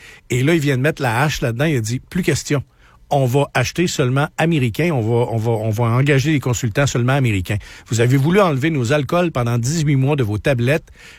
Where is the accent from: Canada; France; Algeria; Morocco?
Canada; now in United States; c'est ceux qui savent que je suis Canadien